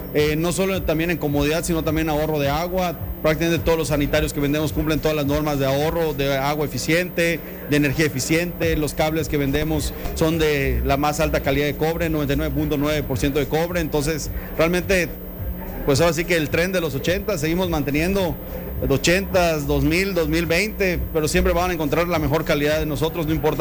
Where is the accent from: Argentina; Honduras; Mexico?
Mexico; Yucatán; somos orgullosamente yucatecos, pero no solo yucatecos, sino sentimos que somos del sureste de México.